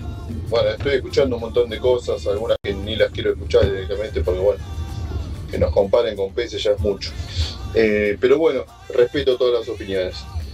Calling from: Buenos Aires, Argentina; de Paternal.

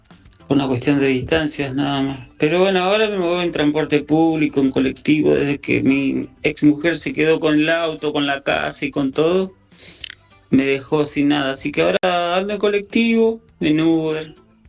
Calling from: Neuquén, Argentina; soy de Neuquén.

